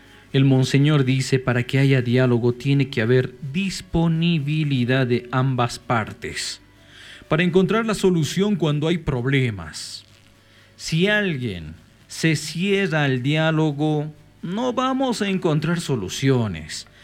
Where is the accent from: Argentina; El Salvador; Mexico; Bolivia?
Bolivia; los únicos perjudicados somos las bolivianas y los bolivianos.